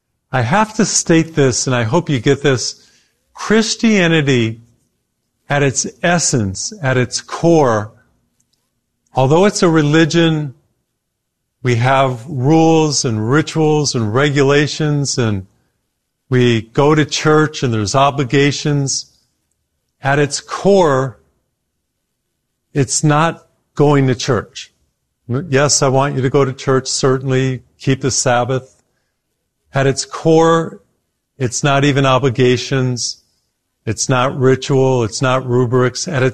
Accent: Texas, United States; And my home state of Texas, multi-billion dollar industry, wineries and grapes and wine and vineyards and production.

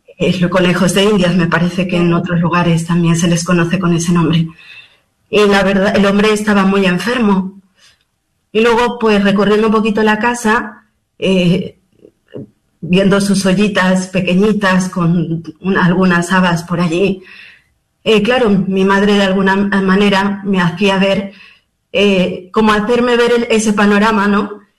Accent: Mexico; Cuando mis padres, bueno, nosotros, como bien comentaste, somos mexicanos, uh-huh.

